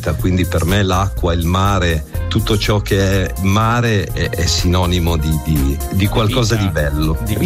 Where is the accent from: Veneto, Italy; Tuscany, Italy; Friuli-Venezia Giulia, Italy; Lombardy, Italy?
Lombardy, Italy; Milan; Sul Naviglio, io sono nato sul Naviglio.